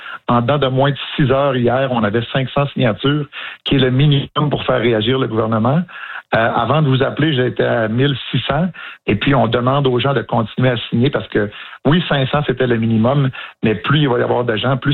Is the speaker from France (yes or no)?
no; Quebec, Canada; moved away as an adult; also born or lived in Gatineau; Moi, je vous disais que j'étais originaire de Gatineau, mais je viens de la Côte-Nord, où la majorité des gens à l'époque, ils disaient « yes, no, toaster » en anglais. Fait que quand je suis rentré dans les forces, j'étais pas bilingue, je suis devenu bilingue